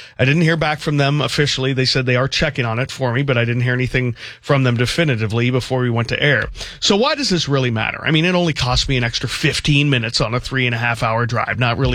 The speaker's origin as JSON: {"language": "English", "region": "Oregon", "country": "United States", "tie": "born or raised there", "moved": "yes", "lives_now": "Washington, United States", "said": "I grew up in the Oregon area. Yeah. I took driver's ed in Oregon."}